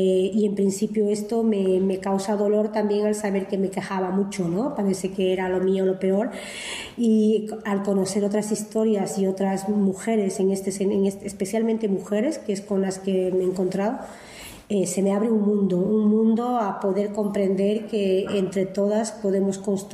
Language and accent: Spanish; Bolivia; moved away as an adult; haber salido de Bolivia, con dos criaturas que no habían decidido salir